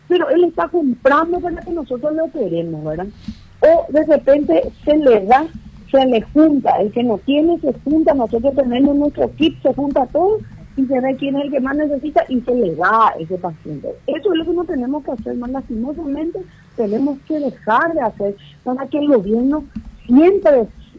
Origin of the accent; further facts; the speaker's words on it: Paraguay; Hoy nosotros como paraguayos